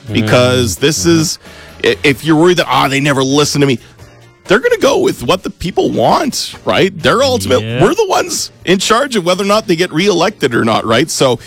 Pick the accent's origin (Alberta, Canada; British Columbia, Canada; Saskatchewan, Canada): Saskatchewan, Canada; Regina; moved away; I grew up in Regina.